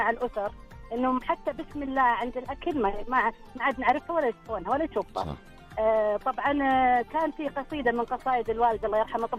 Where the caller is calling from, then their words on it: Al Quwayiyah, Riyadh Province, Saudi Arabia; لما نصل ديرتنا القوعية